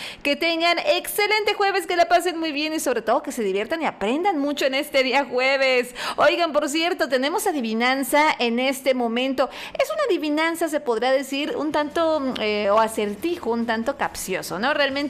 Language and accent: Spanish; Coatzacoalcos, Veracruz, Mexico; Bueno, es que allá en Minatitlán pues hay otras escuelas y demás que no ubico, obviamente, porque pues soy de Cuatza.